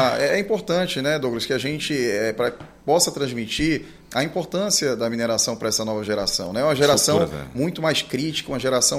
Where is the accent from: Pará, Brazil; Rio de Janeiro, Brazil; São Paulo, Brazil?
Pará, Brazil; nós como paraenses